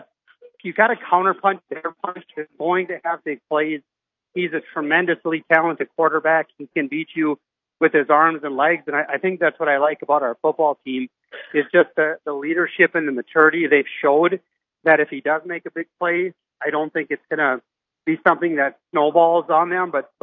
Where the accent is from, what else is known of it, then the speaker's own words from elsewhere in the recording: Maddock, North Dakota, United States; Hey, you know me, man. I'm from Maddock. What could go wrong?